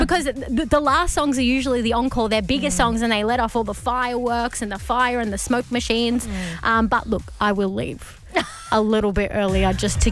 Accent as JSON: {"language": "English", "country": "Australia"}